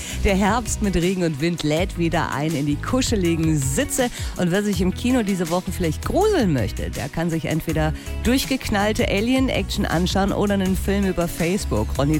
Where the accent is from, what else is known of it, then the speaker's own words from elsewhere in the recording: Rhineland, Germany; moved away; das ist für eine gebürtige Rheinländerin Krampf